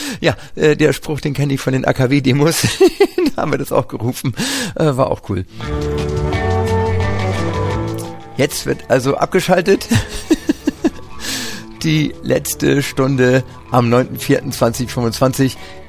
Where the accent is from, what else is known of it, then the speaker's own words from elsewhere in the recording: Schleswig-Holstein, Germany; ich komme aus Schleswig-Holstein